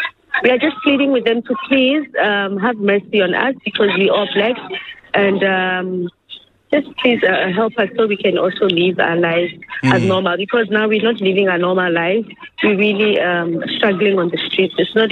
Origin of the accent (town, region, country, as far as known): South Africa; born or raised there